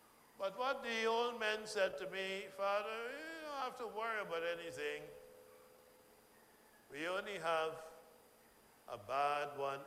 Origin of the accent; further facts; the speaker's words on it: Guyana; moved away as an adult; also born or lived in Exuma, Bahamas; now in Bahamas; I grew up in Guyana, and in Guyana, we didn't know anything about hurricanes. Don't have hurricanes in Guyana.